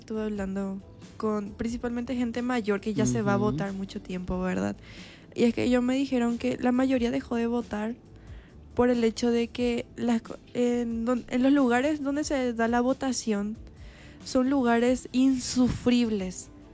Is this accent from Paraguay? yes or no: yes; Paraguay; tenemos que alzar más la voz como paraguayos